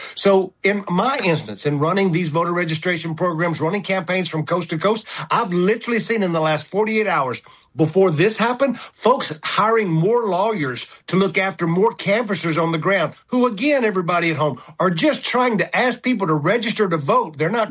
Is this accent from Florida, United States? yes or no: no; Texas, United States; in Texas, my home state